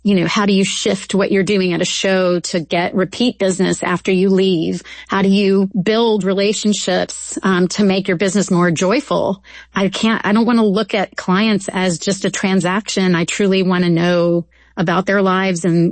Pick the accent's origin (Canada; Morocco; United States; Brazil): United States; Baton Rouge, Louisiana; moved away as an adult; also born or lived in New York; my husband got an incredible job opportunity in Baton Rouge, which is my hometown and where I grew up.